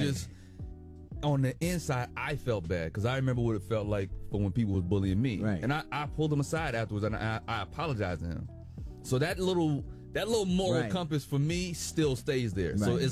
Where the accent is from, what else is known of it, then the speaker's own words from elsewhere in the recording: Trinidad & Tobago; also born or lived in Germany; No. I'm Trinidadian. I grew up in Germany by way of the army. So I'm not German at all.